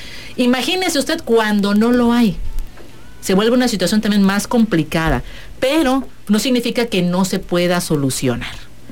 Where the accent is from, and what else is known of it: Mexico